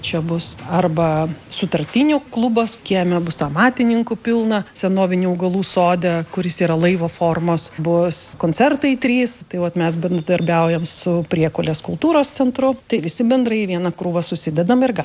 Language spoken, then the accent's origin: Lithuanian; Klaipėda, Klaipėda County, Lithuania; Ne, aš iš Klaipėdos.